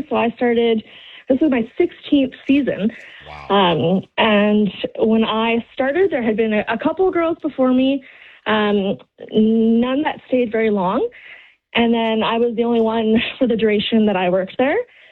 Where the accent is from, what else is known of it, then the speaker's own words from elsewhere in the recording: Rivers Inlet, British Columbia, Canada; So I grew up in Rivers Inlet. So my parents bought an old cannery, Wadham's Cannery, early 90s. And turned it into a fishing lodge. So built a few cabins, grew up there